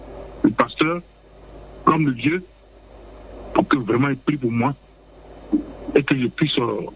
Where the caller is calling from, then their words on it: Abidjan, Côte d’Ivoire; Et je suis à Abidjan, je suis partout.